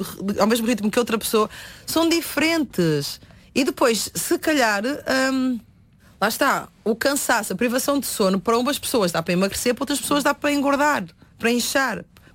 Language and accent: Portuguese; Norte, Portugal; accent: northern Portuguese; moved away; De quando eu estava no Norte